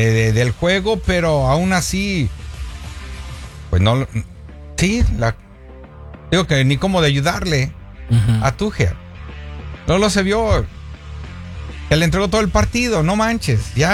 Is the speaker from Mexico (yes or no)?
yes; Mexico; Yo soy mexicano, pues.